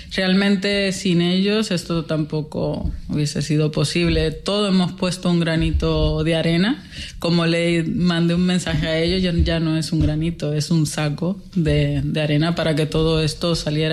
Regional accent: Dominican Republic; Le dije yo de muy lejos. Yo vengo de República Dominicana.

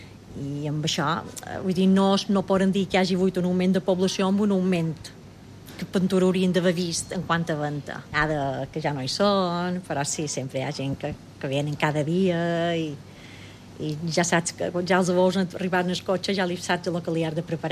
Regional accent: Calonge, Balearic Islands, Spain

